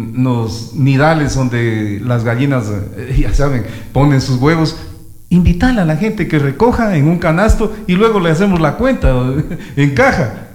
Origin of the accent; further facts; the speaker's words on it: Gonzanamá, Loja, Ecuador; en mi tierra, Gonzanamá